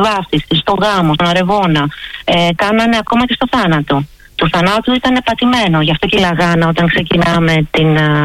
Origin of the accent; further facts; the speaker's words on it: Kalyvia, Attica, Greece; Για τα Καλύβια είμαστε, επειδή είμαι από τα Καλύβια, έχουμε βαστίξει χαμηλό συντελεστή δόμησης και αυτό είναι πολύ καλό για τα Καλύβια.